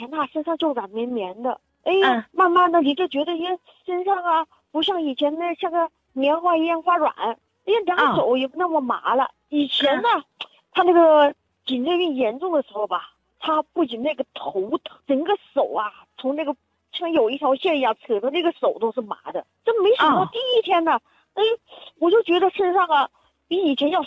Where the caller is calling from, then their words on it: Changzhou, Jiangsu, China; 我是常州的一个患者，